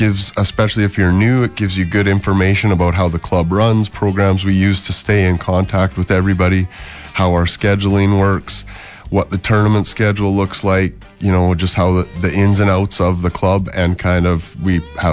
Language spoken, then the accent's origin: English; Eston, Saskatchewan, Canada; moved away; I wrestled for a long time in my hometown of Eston. It was a small town, but was big in the wrestling community.